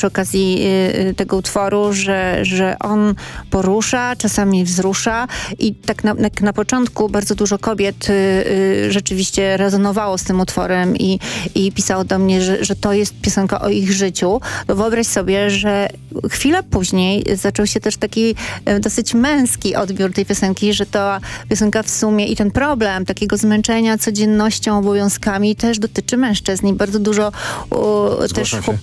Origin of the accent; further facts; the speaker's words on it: Mielno, West Pomeranian Voivodeship, Poland; moved away; also born or lived in Sopot; ja pochodzę z Mielna. Potem też 10 lat mieszkałam w Sopocie